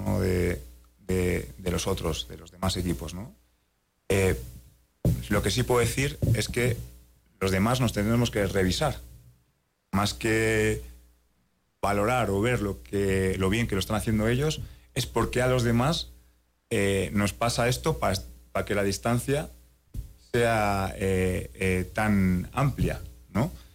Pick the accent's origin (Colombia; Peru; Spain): Spain; León, Castile and León; now in Galicia, Spain; yo soy de León, pero bueno, vivo en Galicia, allí en España.